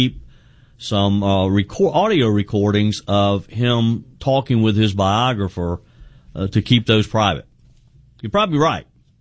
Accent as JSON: {"language": "English", "region": "South Carolina", "country": "United States", "tie": "born or raised there", "said": "A lot of news out of my home state of South Carolina yesterday"}